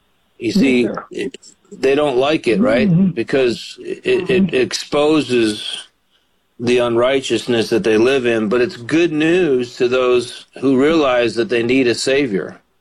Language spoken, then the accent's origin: English; Chicago, Illinois, United States; I'm from Chicago, you know. I remember when the Wolves started.